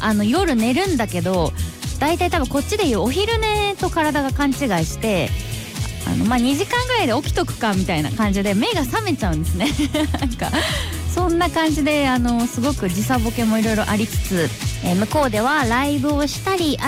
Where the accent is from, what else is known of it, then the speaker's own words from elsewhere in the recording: Kansai, Japan; 関西人としては